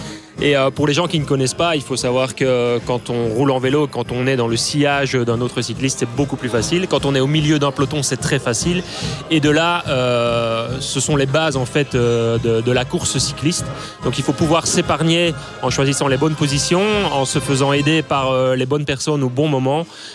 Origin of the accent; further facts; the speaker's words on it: Nadrin, Wallonia, Belgium; moved away as an adult; also born or lived in Bastogne; now in Aywaille, Belgium; je suis né à Bastogne, j'ai grandi à Nadrin, un petit village à 20 km, et je suis à Éouail depuis une quinzaine d'années maintenant.